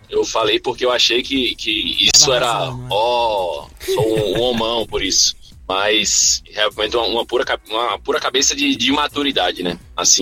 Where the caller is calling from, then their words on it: Barreiras, Bahia, Brazil; Eu tenho 30 anos, sou aqui de Barreiras, interior da Bahia.